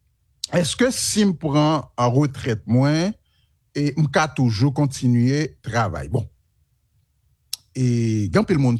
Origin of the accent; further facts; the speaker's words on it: Haiti; moved away; je suis d'Haïti